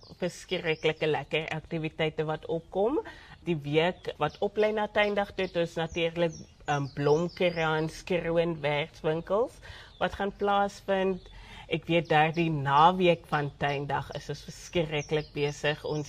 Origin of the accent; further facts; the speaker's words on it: Stellenbosch, Western Cape, South Africa; ek het groot geword in Stellenbosch area en dis boerdery om ons.